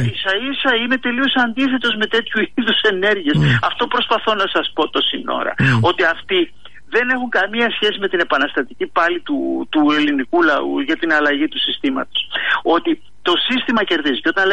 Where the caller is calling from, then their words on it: Thessaloniki, Central Macedonia, Greece; Το γνωρίζω, ως Θεσσαλονικιός.